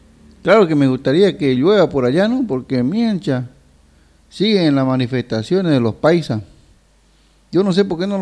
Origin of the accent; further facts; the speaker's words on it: Bolivia; los cambas sean presidentes, de que los cambas no decidan presidente, porque somos su coco